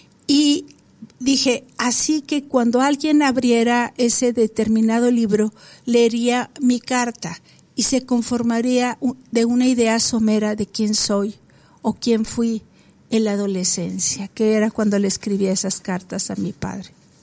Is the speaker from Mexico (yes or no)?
yes; Mexico; ¿quiénes somos los mexicanos?